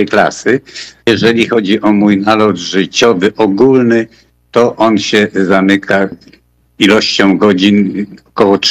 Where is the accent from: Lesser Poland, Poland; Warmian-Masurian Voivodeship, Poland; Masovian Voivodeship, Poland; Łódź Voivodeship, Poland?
Lesser Poland, Poland; Kraków; Pochodzę z Krakowa.